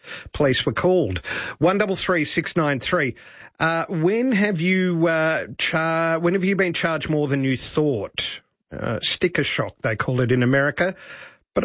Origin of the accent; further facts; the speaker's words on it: Mildura, Victoria, Australia; A big chunk of my childhood was spent in Mildura